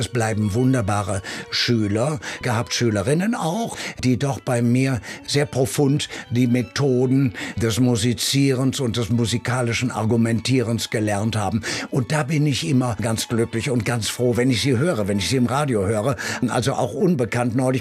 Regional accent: Rhineland, Germany; also born or lived in Cologne; als Rheinländer wächst man einfach mit einer gewissen Leichtigkeit des Seins auf. Das gehört sozusagen dazu. Und ich komme zwar nicht aus Köln und so weiter, aber meine ureigentliche Prägung hat dann doch in Köln ihren Lauf genommen, als ich mit 18 nach dem Abitur dorthin gegangen

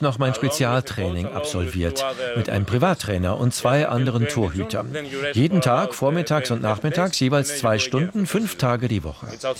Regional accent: Central Macedonia, Greece; German is a second language; ich komme aus Chalkidiki. Meine Eltern haben hier eine Pizzeria direkt am Meer.

